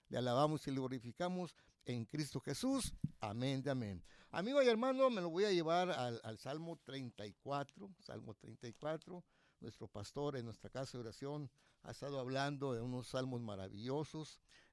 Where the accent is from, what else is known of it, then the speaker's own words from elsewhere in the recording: Mexico City, Mexico; moved away as an adult; also born or lived in Tamaulipas; now in Monterrey, Mexico; yo soy un enamorado de México. De niño viví en Tepito. Salí de la secundaria en el 68, volví a regresar a mi México maravilloso, 3-4 años, y tuve que regresarme a Tamaulipas y de ahí pues a Monterrey, y aquí ya formamos una familia